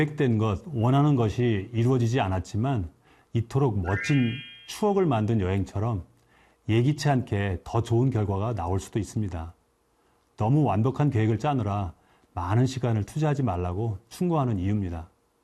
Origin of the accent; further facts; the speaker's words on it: South Korea; 저는 용감하게 전속 밴드에 다가가서 내가 한국에서 왔는데 한국어로 노래하고 싶은데 괜찮을까요?